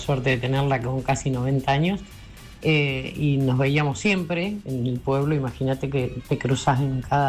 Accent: Villalonga, Buenos Aires Province, Argentina; moved away as an adult; now in Bahía Blanca, Argentina; Venía del campo a hacer al pueblo, yo soy de Villalonga. Ajá. Y hasta hace 2 años que estoy viviendo acá en Bahía Blanca. Viví en Villalonga 42 años.

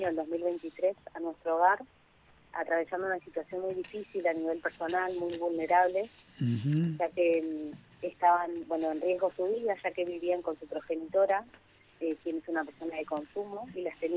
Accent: Pacheco, Buenos Aires, Argentina; Gracias, soy de Pacheco.

